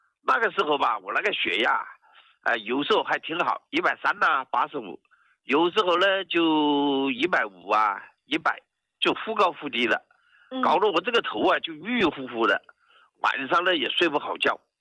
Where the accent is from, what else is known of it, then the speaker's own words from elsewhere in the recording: Beijing, China; 我家是北京的。